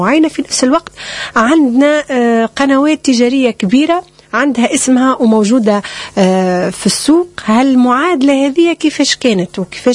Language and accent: Arabic; Tunisia; هويتنا التونسية، لهجتنا التونسية، عاداتنا وتقاليدنا